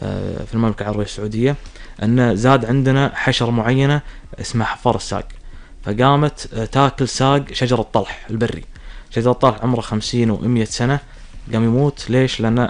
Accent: Kuwait; في الرقيعي عندنا بالكويت اكثر من نوع

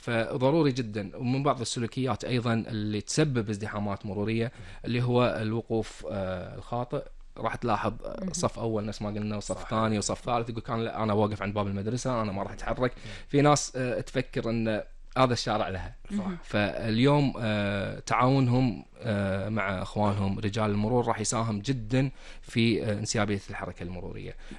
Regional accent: Kuwait; عندنا بالكويت

